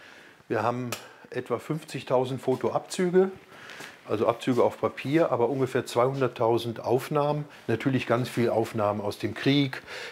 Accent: North Rhine-Westphalia, Germany; Nein, ich bin Rheinländer. Ich komme aus der Nähe von Düsseldorf.

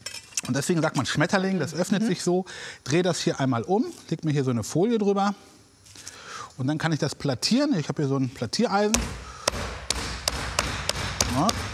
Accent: Goslar, Lower Saxony, Germany; Nicht nur groß geworden, ich bin in Goslar geboren.

